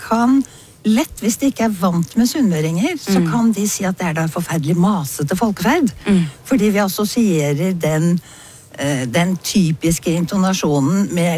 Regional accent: Oslo, Norway; now in Trøndelag, Norway; Selv vokste jeg opp i Oslo

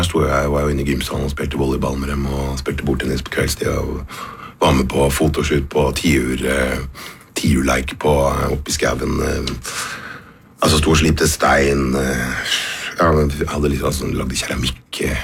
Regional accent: Innlandet, Norway; born there; accent: Hedmarking; also born or lived in Finnmark; og så var det på Hedmarken, og der slo jeg om til Hedmarking

